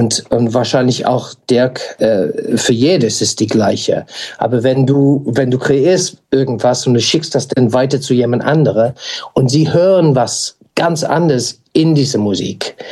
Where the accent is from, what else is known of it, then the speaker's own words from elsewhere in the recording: United Kingdom; German is a second language; Und das bedeutet für mich auch die Text als Brite natürlich englischsprachige Text ist etwas, das ich höre sehr gerne zu.